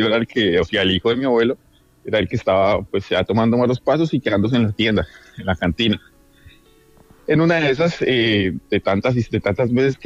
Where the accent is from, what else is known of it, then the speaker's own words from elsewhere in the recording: Boyacá, Colombia; Bueno, entonces la tercera historia ya viene, yo soy de Boyacá.